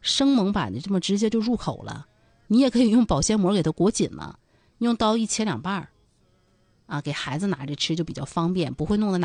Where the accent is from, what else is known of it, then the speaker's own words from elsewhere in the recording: Harbin, Heilongjiang, China; 就是我也是正宗的哈尔滨人，有的时候也怀念那口地道的东北味儿。